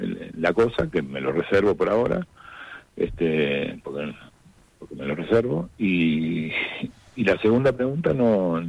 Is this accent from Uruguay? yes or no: yes; Uruguay; now in Brazil